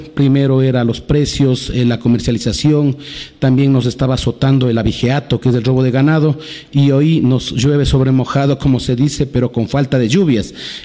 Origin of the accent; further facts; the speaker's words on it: Píllaro, Tungurahua, Ecuador; Yo soy de Santiago de Píllaro, también soy concejal rural del cantón Santiago de Píllaro